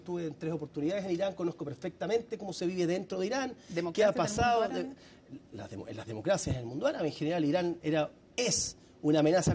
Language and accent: Spanish; Chile; Obviamente como chileno creo que los aranceles nos perjudican a nosotros y perjudican a otras economías pequeñas.